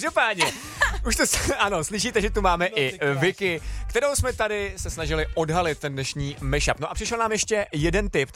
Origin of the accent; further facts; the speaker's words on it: Moravia, Czechia; jsem prostě z Moravy